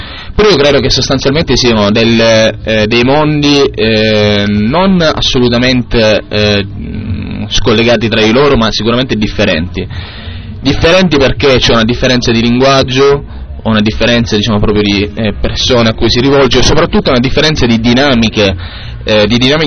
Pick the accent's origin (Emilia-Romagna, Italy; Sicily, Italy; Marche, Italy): Sicily, Italy; Catania; parlo per Catania perché sono di Catania